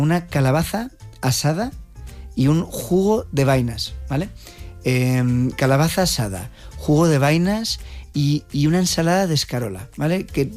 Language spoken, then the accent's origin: Spanish; Spain; Porque somos españoles.